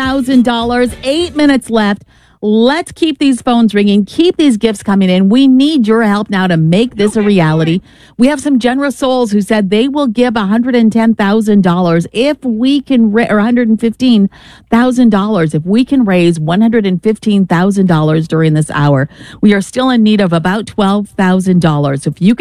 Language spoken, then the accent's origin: English; Minnesota, United States; I'm even from Minnesota, I never heard of this city, Montemedia.